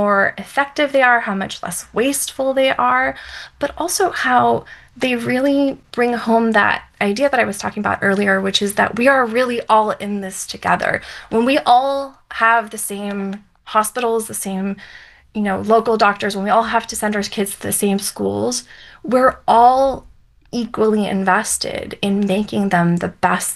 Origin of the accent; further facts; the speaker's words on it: United States; I grew up in the States